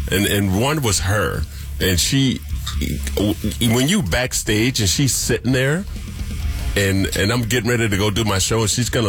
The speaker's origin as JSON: {"language": "English", "region": "Alabama", "country": "United States", "said": "I said, I'm from Alabama."}